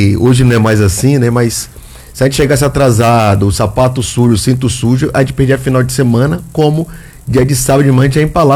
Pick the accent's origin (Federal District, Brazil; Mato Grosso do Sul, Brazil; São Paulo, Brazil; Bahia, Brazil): Bahia, Brazil; Salvador; Salvador, Bahia. Salvador, nascido, né? E criado no Cabula.